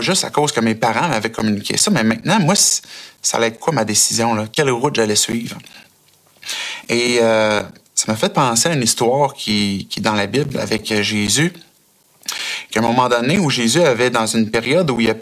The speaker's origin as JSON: {"language": "French", "town": "Sherbrooke", "region": "Quebec", "country": "Canada", "tie": "born there", "said": "Je suis né à Sherbrooke"}